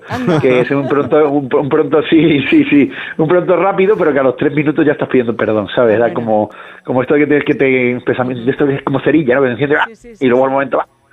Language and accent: Spanish; Cádiz, Andalusia, Spain; No, yo además me crié en Cádiz, con lo cual